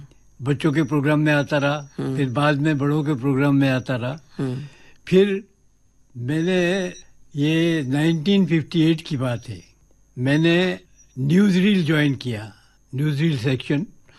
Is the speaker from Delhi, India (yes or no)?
yes; Delhi, India; मैं श्रद्धा जी, मैं दिल्ली का रहने वाला हूँ. दिल्ली में एजुकेशन हुआ